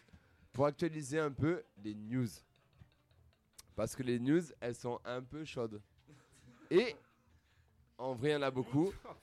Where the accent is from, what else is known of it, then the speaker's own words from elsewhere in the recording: Marseille, Provence-Alpes-Côte d'Azur, France; Moi, je suis marseillais, je suis du sud-est.